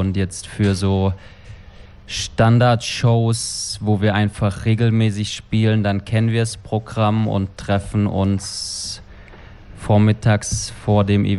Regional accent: Itlingen, Baden-Württemberg, Germany; Also ich sag mal so, ich bin im Dorf aufgewachsen.

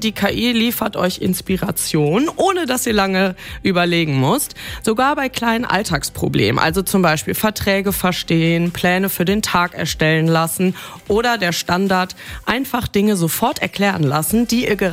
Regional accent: Cologne, North Rhine-Westphalia, Germany; als Kölnerin

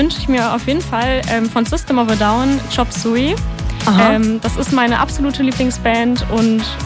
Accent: Essen, North Rhine-Westphalia, Germany; Also ich komme aus Kupferdreh, bin hier zwar nicht geboren, aber wohne hier gefühlt schon immer.

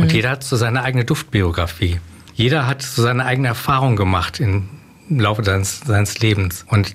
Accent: Cologne, North Rhine-Westphalia, Germany; Oder bei mir war das halt eben Eau de Cologne, der zitrische Duft, der mich an meine Heimatstadt Köln erinnert.

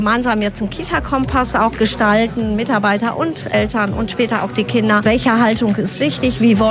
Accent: Rillinghausen, Germany; born there; Ich bin hier geboren in Rillinghausen, habe auch einen Bezug hier zu dem Sozialraum

